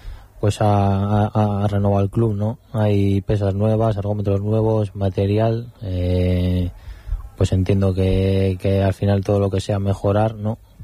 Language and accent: Spanish; Castro Urdiales, Cantabria, Spain; todos somos de Castro